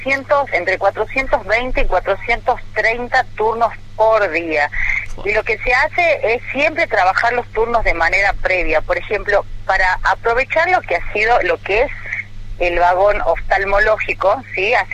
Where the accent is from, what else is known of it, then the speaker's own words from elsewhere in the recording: Campo Santo, Salta, Argentina; yo soy yo también soy de un pueblo, soy de Camposanto